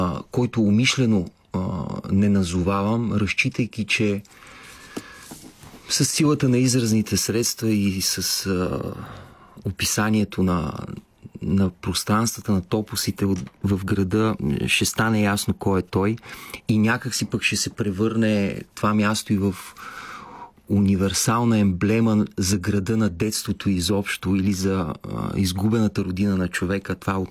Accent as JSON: {"language": "Bulgarian", "town": "Gabrovo", "region": "Gabrovo Province", "country": "Bulgaria", "tie": "born or raised there", "said": "моят роден град Габрово беше столицата на тая родина."}